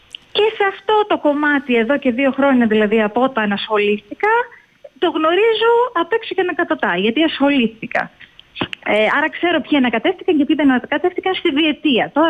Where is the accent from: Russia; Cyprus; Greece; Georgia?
Greece; Peloponnese; now in Argos, Greece; Απλώς έχω καταγωγή από το γέρμα.